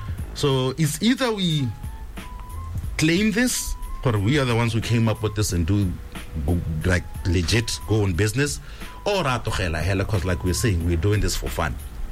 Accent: Orapa, Central District, Botswana; we were born in Orapa. We grew up in Orapa as boys, like, since preschool

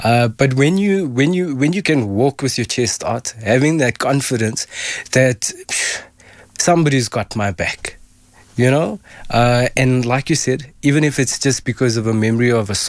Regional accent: Benoni, Gauteng, South Africa; Football, man. I'm from Benoni.

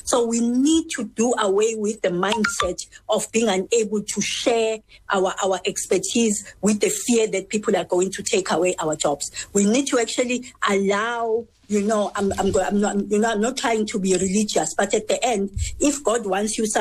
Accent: South Africa; even including us as South African

